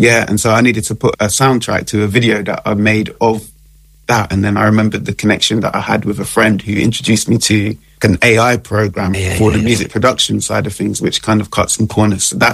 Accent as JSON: {"language": "English", "region": "London", "country": "United Kingdom", "tie": "born or raised there", "said": "Grew up with a lot of sort of music art growing up in South London."}